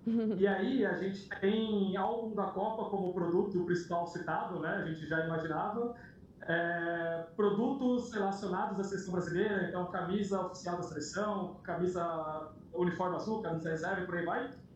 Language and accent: Portuguese; Brazil; E eu vou te falar que eu, como brasileiro fã de futebol